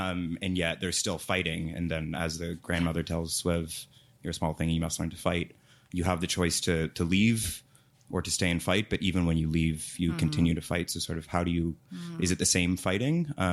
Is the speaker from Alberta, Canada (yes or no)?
no; Toronto, Ontario, Canada; I'm also from Toronto, within walking distance.